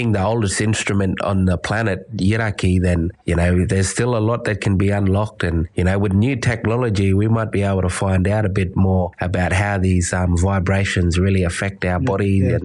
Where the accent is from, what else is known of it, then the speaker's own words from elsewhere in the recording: Alice Springs, Northern Territory, Australia; I'm from Australia, I'm Aboriginal, I might not be from Arnhem, man, but still this is my country and that's my mob